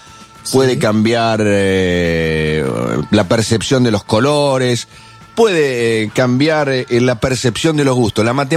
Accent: Argentina; Vamos a sufrir como argentinos y latinoamericanos.

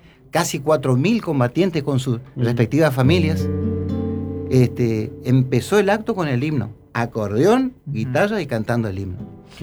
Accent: Corrientes, Argentina; nosotros estamos en Corrientes, tenemos que defender nuestra cultura, tenemos que tener nuestra identidad.

